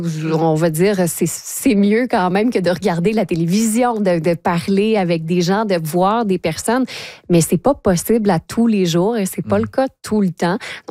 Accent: Quebec, Canada; Mais ça, ce n'est pas le cas encore chez nous, en Mauricie, au centre du Québec.

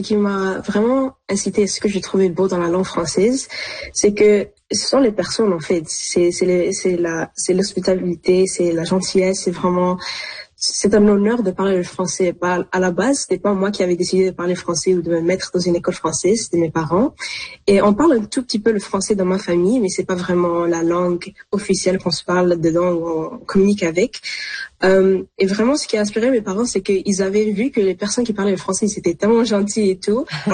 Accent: Canada; notre identité canadienne

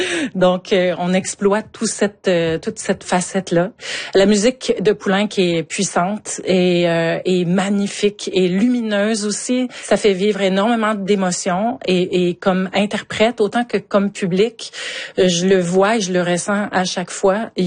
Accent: Montmagny, Quebec, Canada; accent: Montmagny; moi j'ai un énorme accent de Montmagny. J'adore mon accent et je ne le change pas dans ma façon de parler quand je suis à l'étranger.

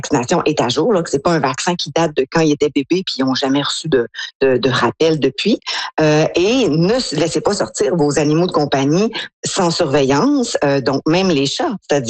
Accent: Quebec, Canada; En tout cas, moi, dans ma jeunesse, au Lac-Saint-Jean, c'était comme ça.

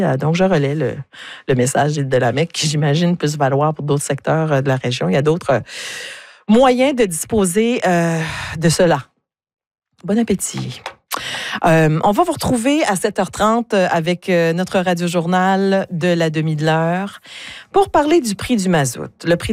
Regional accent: New Brunswick, Canada; moved away; moi, j'ai grandi au Nouveau-Brunswick.

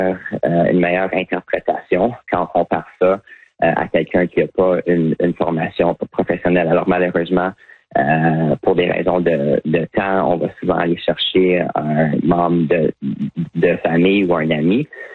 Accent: Ottawa, Ontario, Canada; Oui, moi j'ai grandi à Ottawa, puis j'ai fait la plupart de mes études en français

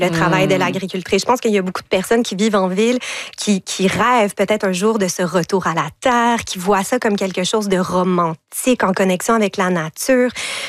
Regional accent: Montreal, Quebec, Canada; Moi, j'ai grandi dans le Mile End à Montréal, un quartier central, très urbain.

